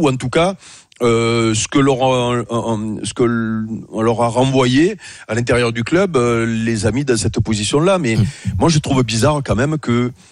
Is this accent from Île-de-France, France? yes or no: no; Robion, Provence-Alpes-Côte d'Azur, France; born there; Je suis né à Avignon, moi. Je suis né à Robion, les taillades.